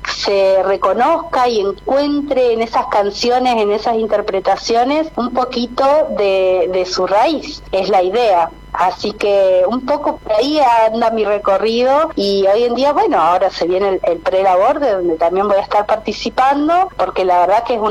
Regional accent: Plottier, Neuquén, Argentina; yo primero y principal soy de Plotier, soy neuquina, nací en Plotier y me crié en Plotier

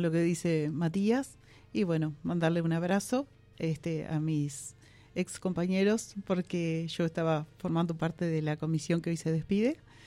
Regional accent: La Paloma, Rocha, Uruguay; amo La Paloma, soy de La Paloma, nacida acá, he vivido mi vida acá.

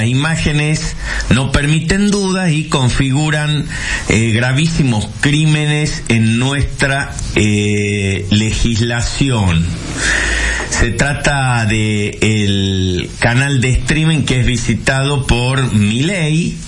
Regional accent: Argentina; somos o no somos racistas los argentinos

